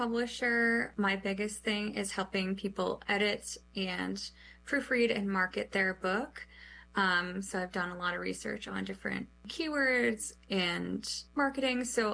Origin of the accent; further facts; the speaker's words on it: Boston, Massachusetts, United States; Wicked is because I'm from Boston.